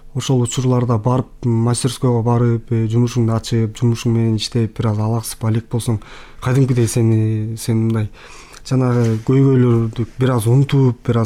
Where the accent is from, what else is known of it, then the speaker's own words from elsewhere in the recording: Bakamai, Issyk-Kul Region, Kyrgyzstan; Мен өзүм ошо Ысык Көлдөн болом, ошо көлдө Бакамай айылында ошол жерде мектепте окуп